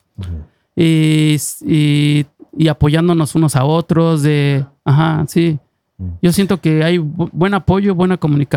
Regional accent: Mexico; oye, mira, soy DJ, vengo de México, si quieres puedo tocar

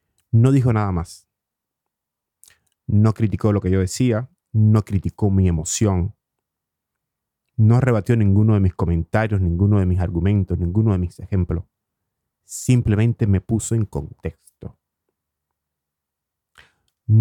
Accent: Cuba; moved away as an adult; now in Oslo, Norway; para alguien que por primera vez había salido de casa, por primera vez había salido de Cuba

